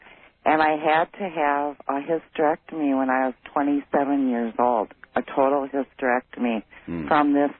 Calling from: Milwaukee, Wisconsin, United States; I'm calling from Milwaukee, Wisconsin.

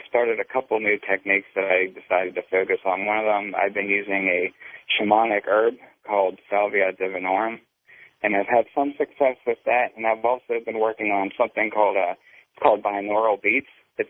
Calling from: Pittsburgh, Pennsylvania, United States; I'm calling from Pittsburgh.

